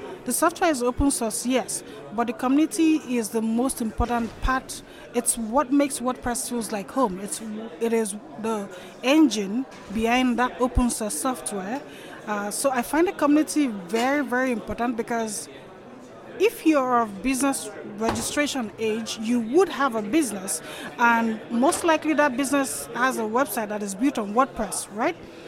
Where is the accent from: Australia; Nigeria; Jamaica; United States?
Nigeria; now in Albania; I'm from Nigeria, but I live in Albania, and I'm here in Austria for this WordCamp for the first time.